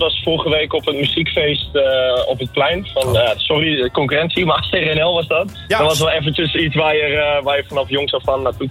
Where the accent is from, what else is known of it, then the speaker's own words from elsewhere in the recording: Hengelo, Overijssel, Netherlands; born there; Ik ben in Hengelo.